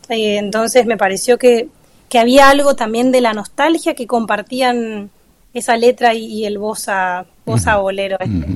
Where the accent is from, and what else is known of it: Chaco, Argentina; now in Buenos Aires, Argentina